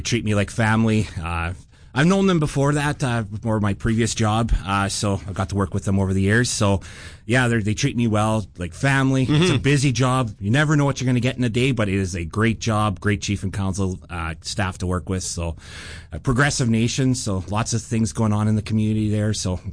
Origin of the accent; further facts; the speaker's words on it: Melville, Saskatchewan, Canada; So my hometown is Melville, Saskatchewan, so by good old Yorkton